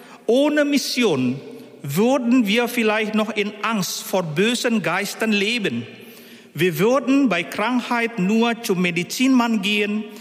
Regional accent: Indonesia; Ich bin mit einem Satz aufgewachsen, den viele Menschen in meiner Heimat Indonesien gesagt haben.

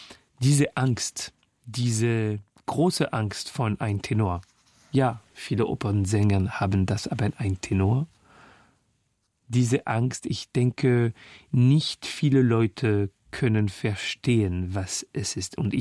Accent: Paris, Île-de-France, France; born there; German is a second language; Weil ich singe ein paar Kilometer von wo ich geboren bin, in Klinik des Lilas, beim 20. Arrondissement.

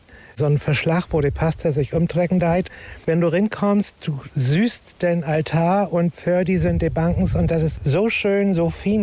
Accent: Baumgarten, Germany; Ja, bei uns in Dörp, also da, wo ich herkam, in Baumgarten, da haben wir so auch so ein Feldstein- und Fachwerkkark.

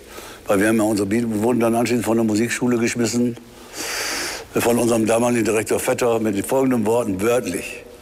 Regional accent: Münster, North Rhine-Westphalia, Germany; Du wohnst in Gronau, wir kommen aus Münster und auch noch in der Mitte ist Ochtrup.

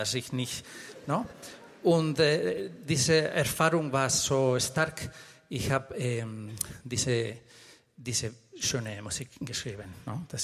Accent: Spain; German is a second language; moved away; ich bin aus Spanien, aber ich spreche sehr gut Deutsch.

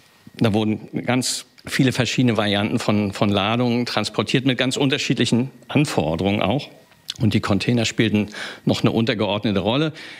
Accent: Rostock, Mecklenburg-Vorpommern, Germany; ich bin ein Rostocker Jung, hier aufgewachsen

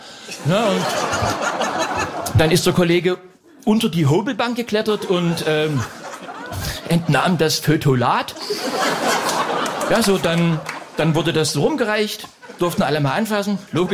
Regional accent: East Germany, Germany; born or raised there

